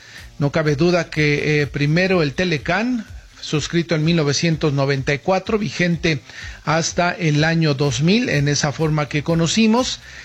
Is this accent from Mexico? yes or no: yes; Mexico; como buenos anfitriones que somos los mexicanos